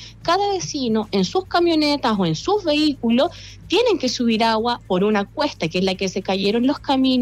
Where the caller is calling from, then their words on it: Rinconada, Valparaíso, Chile; yo soy de Rinconada de los Andes, ¿ya? De la comunidad de Valle Escondido. Esto se encuentra detrás del santuario de Auco, en la parte de los cerros.